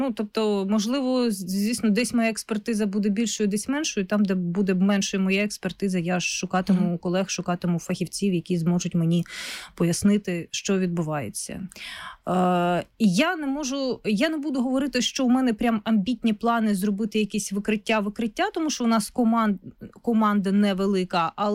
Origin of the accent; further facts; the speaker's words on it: Luhansk Oblast, Ukraine; moved away; я сама з Луганщини